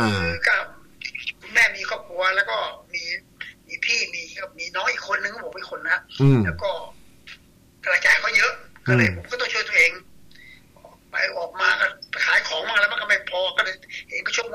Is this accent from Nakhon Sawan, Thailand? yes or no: yes; Takhli, Nakhon Sawan, Thailand; moved away; ผมเป็นคนจังหวัดนครสวรรค์ครับ